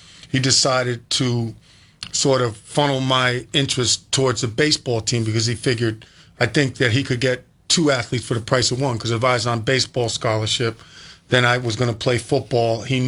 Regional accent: United States; born there; also born or lived in New Jersey; I grew up in New York and New Jersey.

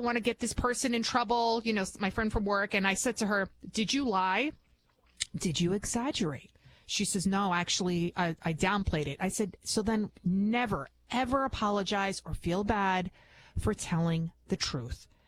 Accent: Bronx, New York, United States; English is a second language

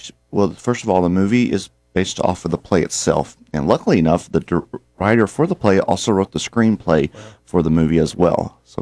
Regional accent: Tennessee, United States; No, I'm not. As one might say, I'm not from around here. I'm originally from Tennessee.

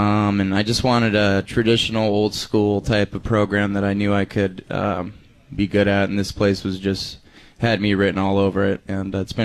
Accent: Beaumont, California, United States; Beaumont, California.

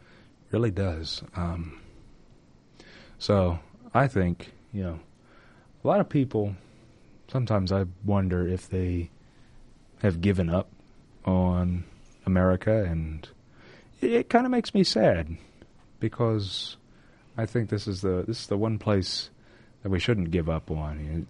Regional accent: United States

